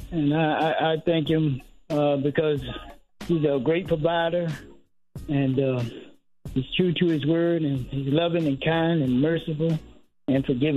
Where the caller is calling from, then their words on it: Clinton, Maryland, United States; I'm calling from Clinton, Maryland.